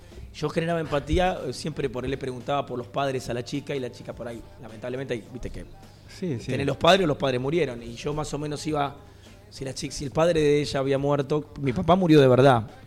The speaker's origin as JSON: {"language": "Spanish", "town": "Lomas de Zamora", "region": "Buenos Aires Province", "country": "Argentina", "said": "hay ciertas ciudades que me hacen acordar a mi Lomas de Zamora."}